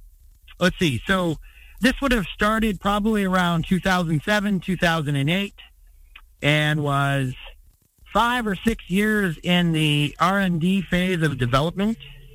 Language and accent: English; Michigan, United States; Upper Peninsula of Michigan, my stomping grounds. I'm not from Upper Peninsula, but Michigan.